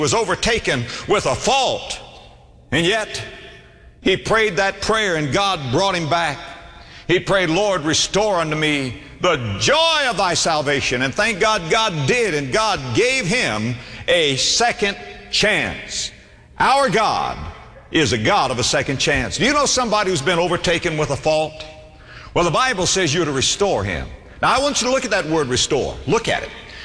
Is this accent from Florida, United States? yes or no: yes; Florida, United States; born or raised there